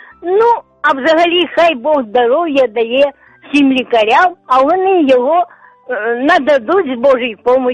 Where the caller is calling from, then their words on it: Sumy Oblast, Ukraine; Я з Сумщини